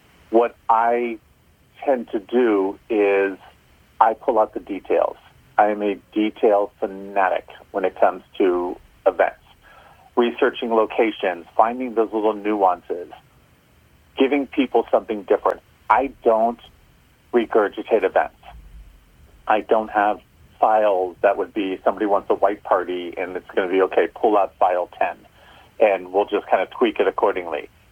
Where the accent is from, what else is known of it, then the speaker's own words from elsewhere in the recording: San Francisco, California, United States; born there; also born or lived in Netherlands; On paper, I grew up in San Francisco. On paper, born and raised San Francisco. I think I'm one of the last remaining seven. My father is Italian, second generation San Franciscan, and my mother is Dutch from Holland